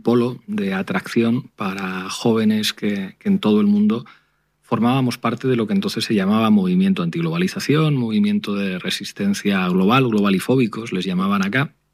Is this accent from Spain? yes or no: yes; Soria, Castile and León, Spain; also born or lived in Madrid; Nací en Madrid, pero me crié en Soria, que es una ciudad muy pequeñita en Castilla, una ciudad conocida porque algunos poetas españoles importantes vivieron allí, como Gustavo Adolfo Bécquer o como Antonio Machado.